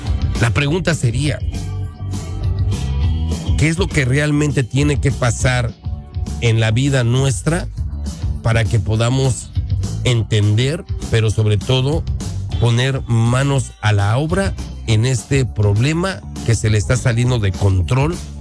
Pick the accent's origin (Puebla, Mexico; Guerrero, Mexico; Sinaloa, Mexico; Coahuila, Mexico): Puebla, Mexico; moved away; de Puebla para el mundo.